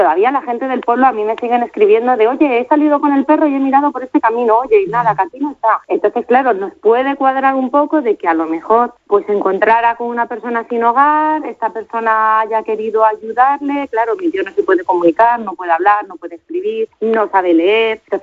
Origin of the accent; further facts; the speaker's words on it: Madrid, Community of Madrid, Spain; la familia somos de Madrid